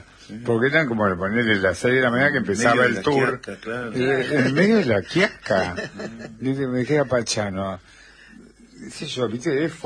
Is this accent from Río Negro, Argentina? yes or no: no; Tostado, Santa Fe, Argentina; Yo soy de Tostado, o sea que también